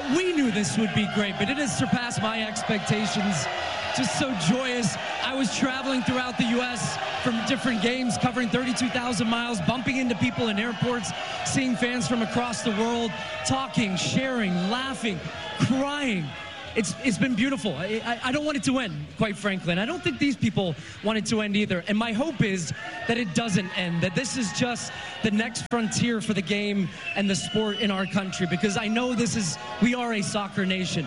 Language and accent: English; United States; standing here as an American, I'm proud.